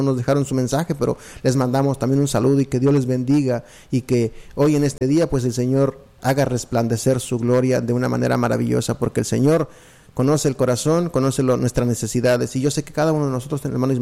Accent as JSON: {"language": "Spanish", "country": "United States", "said": "yo como soy americano sí tengo ese problema para distinguir la raza."}